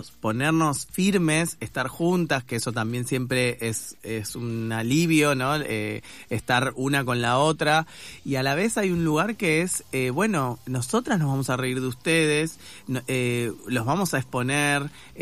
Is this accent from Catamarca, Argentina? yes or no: no; Hurlingham, Buenos Aires Province, Argentina; moved away; yo soy el conurbano de Zona Oeste, ahora me hago la transerrana, pero viví toda la vida en Hurlingham, y estudié en Morón